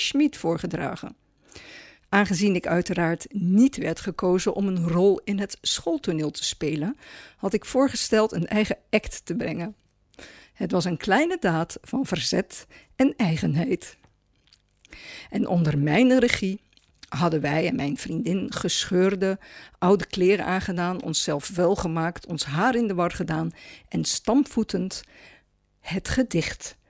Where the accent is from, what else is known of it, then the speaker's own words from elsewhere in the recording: Randstad, Netherlands; accent: Randstad; Mijn accent is van de Randstad.